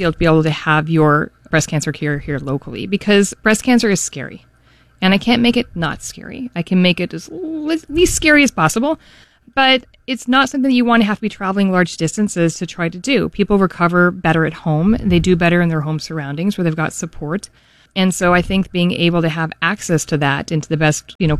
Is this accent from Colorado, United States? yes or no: yes; Denver, Colorado, United States; I'm originally from Denver, I always say, but my parents lived in Scottsbluff, Nebraska for about 18 years.